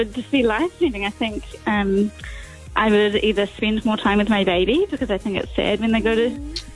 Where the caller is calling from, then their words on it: Auckland, New Zealand; I'm in Auckland.